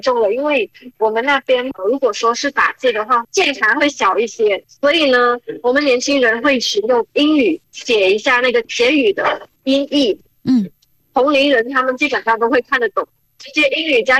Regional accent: Cambodia; Chinese is a second language; now in China

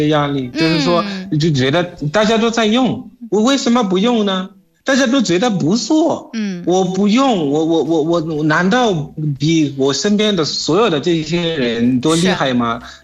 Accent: Zimbabwe; Chinese is a second language

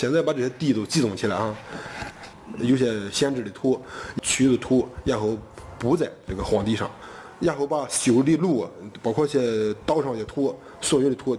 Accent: Qianwuwan Village, China; 我是就是土生土长的前五万村人，小时候经常看到父辈这一代人外出打工

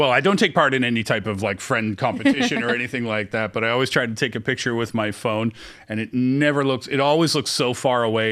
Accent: Canada; They look like ice hockey pucks to me, probably because I'm Canadian.

